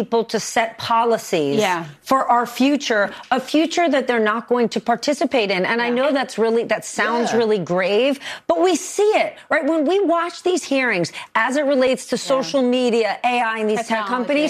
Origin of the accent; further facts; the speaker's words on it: New Jersey, United States; Englewood Cliffs, New Jersey. You're thinking why? That is where CNBC World Headquarters is. It's also my home state.